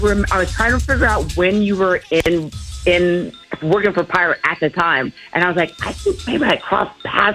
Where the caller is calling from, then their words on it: Ashburn, Virginia, United States; I am currently calling you from Ashburn.